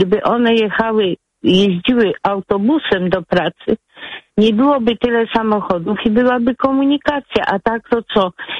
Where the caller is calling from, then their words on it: Masovian Voivodeship, Poland; No ja jestem spod Radomia, niedaleko Radomia.